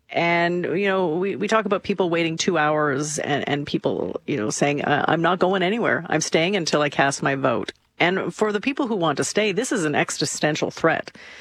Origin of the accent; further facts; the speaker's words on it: Canada; if the dinner party was somewhere else, I'd say I'm from Canada because that's how I identify myself.